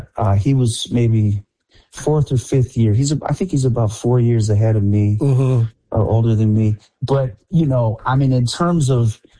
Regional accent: Binghamton, New York, United States; moved away; I grew up in Binghamton, New York, upstate New York.

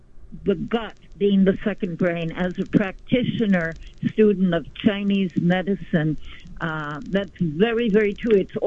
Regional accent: Havana, Cuba; moved away; I grew up in La Habana, Cuba

